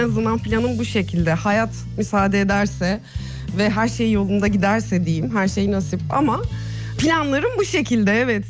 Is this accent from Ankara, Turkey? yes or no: no; Istanbul, Turkey; İstanbul'da yaşıyorum ben. Her zaman burada yaşadım. Doğma büyüme İstanbulluyum.